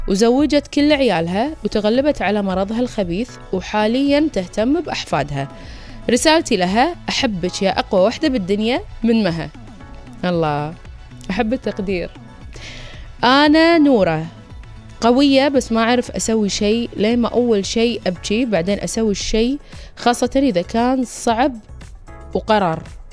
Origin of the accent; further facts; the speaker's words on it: United Arab Emirates; من الامارات.